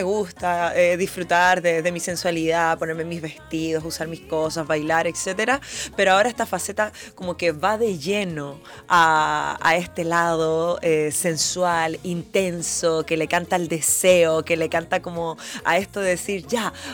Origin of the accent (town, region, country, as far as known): Chile